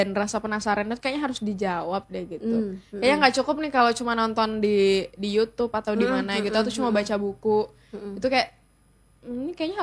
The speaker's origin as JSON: {"language": "Indonesian", "region": "Bengkulu", "country": "Indonesia", "tie": "born or raised there", "also_born_or_lived": "Riau / West Sumatra", "lives_now": "Yogyakarta, Indonesia", "said": "SD itu aku di Bengkulu. Mm. Terus kemudian pindah ke Padang. Tapi sebelum itu aku juga besar di Riau, di mana."}